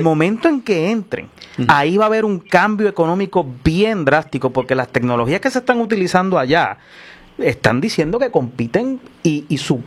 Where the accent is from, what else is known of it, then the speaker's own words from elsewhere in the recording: Puerto Rico; somos nosotros los puertorriqueños.